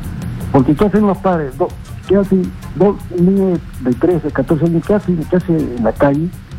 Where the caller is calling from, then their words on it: Lima, Peru; De aquí, de Lima.